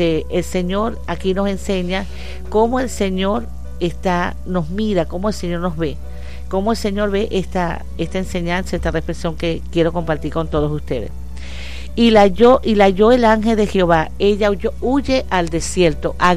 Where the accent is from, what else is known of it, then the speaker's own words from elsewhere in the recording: Venezuela; La situación que estamos viviendo como venezolanos aquí en Venezuela ahorita